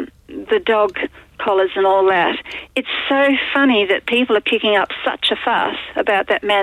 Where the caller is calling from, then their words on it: Strathpine, Queensland, Australia; In Queensland, Strathpine, just over a little river from the last Brisbane suburb would be Bald Hills. That's the closest to us.